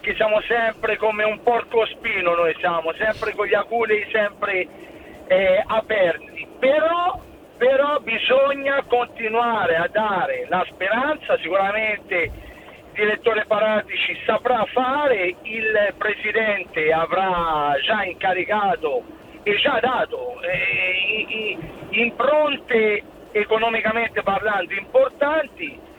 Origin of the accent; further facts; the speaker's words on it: Tuscany, Italy; parlando da toscano